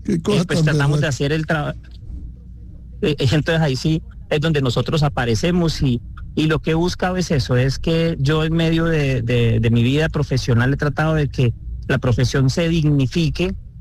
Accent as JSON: {"language": "Spanish", "region": "Santander", "country": "Colombia", "said": "Yo soy santandereano. Sí … Soy nieto de libanés."}